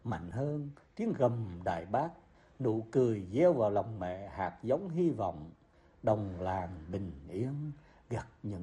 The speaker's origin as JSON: {"language": "Vietnamese", "region": "Phú Yên", "country": "Vietnam", "tie": "born or raised there", "said": "làng quê của chúng tôi ở Phú Yên, một trong những nơi ác liệt nhất trong hai cuộc chiến tranh chống Pháp và chống Mỹ"}